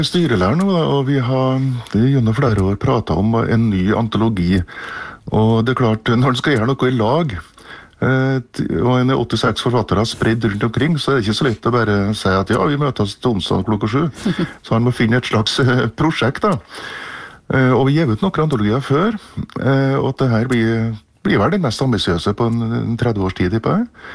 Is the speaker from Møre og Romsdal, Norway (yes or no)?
yes; Sunndalsøra, Møre og Romsdal, Norway; da jeg vokste opp på Sunndalsøra, som jo var I landbruksbygd, som da plutselig fikk slengt Europas største aluminiumsverk midt I fleisen, så å si.